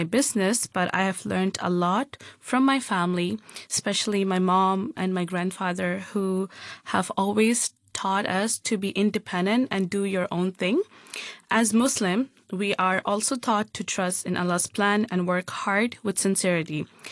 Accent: Hong Kong; English is a second language; I'm the founder. I was born and raised in Hong Kong as part of the ethnic minority group.

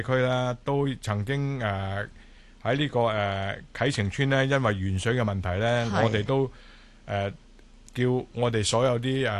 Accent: Guangdong, China; 有啲創意繼續發揚我哋潮州人嘅文化咁嘅意思，由青年去發展。

